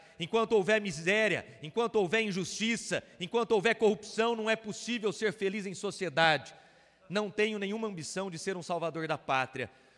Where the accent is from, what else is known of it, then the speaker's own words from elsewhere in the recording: Jaú, São Paulo, Brazil; accent: caipira; moved away as an adult; now in Brasília, Brazil; Eu venho de uma pequena cidade no interior de São Paulo, sou nascido em Jaú, tenho a minha vida toda no interiorzão do estado, na terra roxa, com orgulho do nosso caipirês, porta, porteiro e portão. Digo que hoje sou o segundo jaúense deputado federal